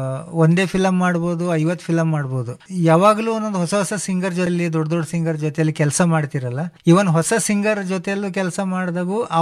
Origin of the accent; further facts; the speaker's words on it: Karnataka, India; ಈಗ ನಾನು ಕನ್ನಡದವನೇ ಆಗಿದ್ದರಿಂದ ಕನ್ನಡ ಬಿಟ್ಟು ಎಲ್ಲಿ ಹೋಗೋಕ್ಕೂ ಆಗಲ್ಲ.